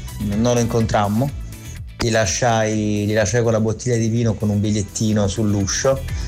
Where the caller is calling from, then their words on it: Bari, Apulia, Italy; io sono di Bari